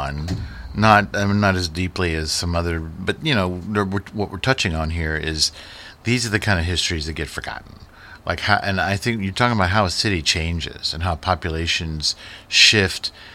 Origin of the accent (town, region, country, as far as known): Louisville, Kentucky, United States; born or raised there